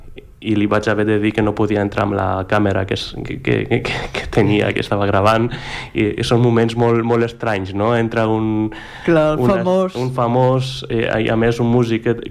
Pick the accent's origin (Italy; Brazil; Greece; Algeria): Greece; Catalan is a second language; moved away as an adult; now in Catalonia, Spain; jo també sóc de Grècia, sóc d'aquí, sóc... són parts meves, totes dues.